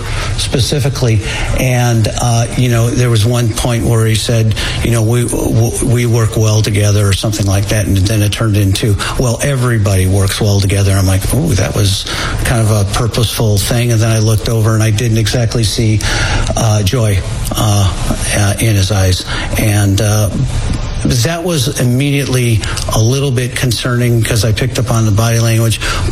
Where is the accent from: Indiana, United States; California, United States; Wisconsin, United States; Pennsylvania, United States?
Indiana, United States; East Chicago; born there; Hammond, Indiana is right next to Gary, East Chicago, where I was born, East Chicago, filled with oil refineries and steel mills.